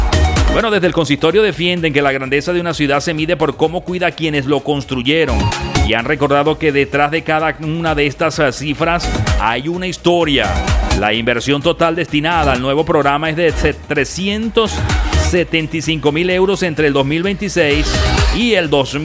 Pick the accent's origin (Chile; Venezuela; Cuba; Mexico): Venezuela; moved away as an adult; now in Spain; Yo cuando me vine de Venezuela, que ya voy a cumplir 2 años acá en España, yo había dejado a mi madre allá en Venezuela